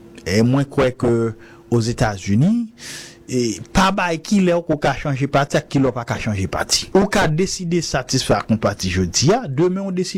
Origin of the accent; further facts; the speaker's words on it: Haiti; Mais haïtiens sont peuple qui est très conservateur.